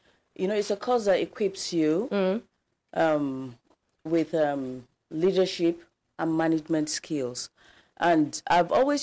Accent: Jos, Plateau, Nigeria; I grew up in Jos.

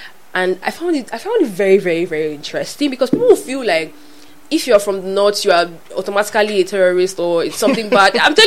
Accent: Cross River, Nigeria; I'm from Cross River State. I was like, okay, Calabar girl. I said, yes, I'm an Ife girl.

